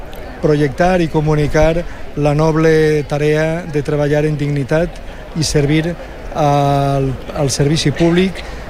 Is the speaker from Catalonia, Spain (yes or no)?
no; Paiporta, Valencian Community, Spain; born there; En una primera etapa en l'Ajuntament del meu poble, Paiporta